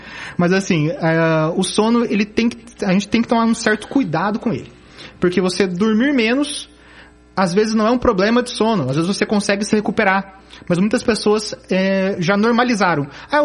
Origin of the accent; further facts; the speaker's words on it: Ponta Grossa, Paraná, Brazil; born there; moved away; also born or lived in Cuiabá, Mato Grosso; eu sou nascido em Ponta Grossa, né, no Paraná. Morei em Cuiabá por 14 anos, então a gente já conseguiu ter uma boa conversa aqui sobre os cuiabanos. E retornei esse ano para casa, né, meu Paraná